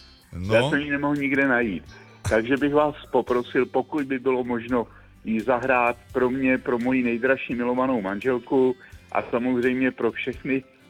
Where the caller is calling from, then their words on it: Valašské Meziříčí, Zlín Region, Czechia; jsem z Valašského Meziříčí.